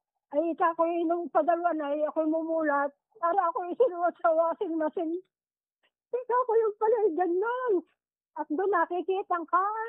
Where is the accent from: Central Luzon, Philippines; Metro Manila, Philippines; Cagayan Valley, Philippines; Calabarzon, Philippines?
Calabarzon, Philippines; Padre Garcia; Bawi, Padre Garcia.